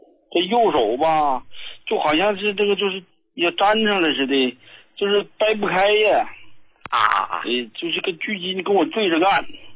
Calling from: Harbin, Heilongjiang, China; 我是哈尔滨的朋友。

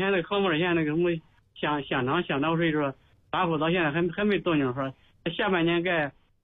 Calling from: Xuzhou, Jiangsu, China; 我们徐庄镇岳庄村。

